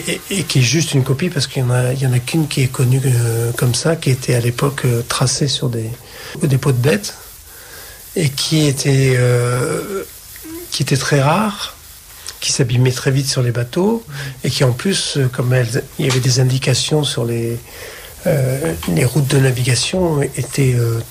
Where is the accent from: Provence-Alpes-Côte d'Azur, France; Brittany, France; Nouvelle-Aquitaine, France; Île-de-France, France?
Nouvelle-Aquitaine, France; also born or lived in Brive-la-Gaillarde; now in Rochefort, France; Je suis né à Brive-la-Gaillarde et j'ai grandi en Périgord.